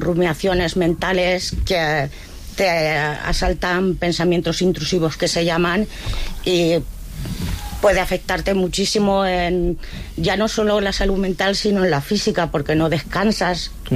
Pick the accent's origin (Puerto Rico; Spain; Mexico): Spain; Cuenca, Castilla-La Mancha; Yo no tengo familia de aquí, soy de Cuenca, por eso entiendo el valenciano, pero hablo castellano, me da vergüenza.